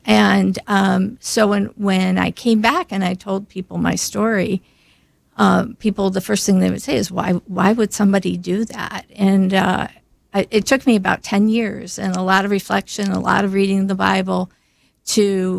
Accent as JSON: {"language": "English", "town": "Buffalo", "region": "New York", "country": "United States", "tie": "born or raised there", "moved": "yes", "said": "We grew up in Buffalo, New York."}